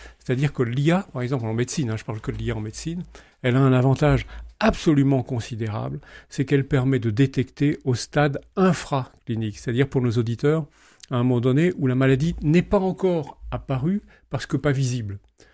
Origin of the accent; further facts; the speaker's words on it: Hauts-de-France, France; Je vous ferai une réponse de Normand, je ne suis pas, puisque je suis du Pas-de-Calais.